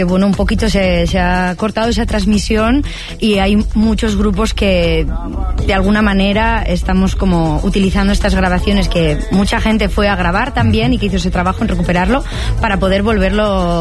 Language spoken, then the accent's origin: Spanish; Meseta Central, Spain; Somos de La Meseta, sí. De La Meseta profunda.